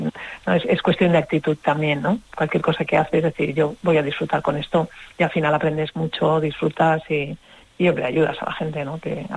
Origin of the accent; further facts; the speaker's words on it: Barcelona, Catalonia, Spain; also born or lived in Madrid; cuando llegaba a Madrid la gente me decía, ¿dónde eres? Y yo soy de Puebla, soy de Barcelona y no he salido.